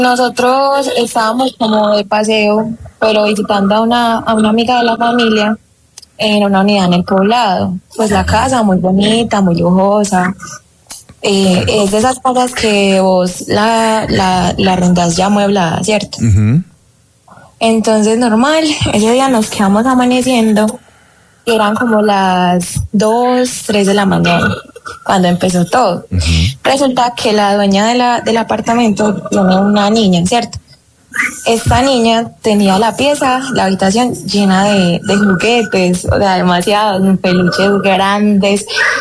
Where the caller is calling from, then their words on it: Medellín, Antioquia, Colombia; Desde Medellín